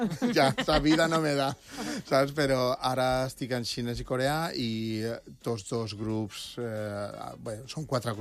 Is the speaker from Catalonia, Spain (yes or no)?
yes; Barcelona, Catalonia, Spain; I, per exemple, jo, evidentment, se'm nota que som de Barcelona